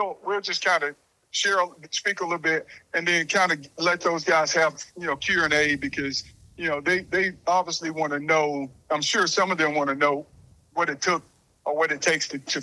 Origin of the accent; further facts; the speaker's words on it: Vidalia, Georgia, United States; I'm from Georgia. Place called Vidalia, yeah, Sweet Onion.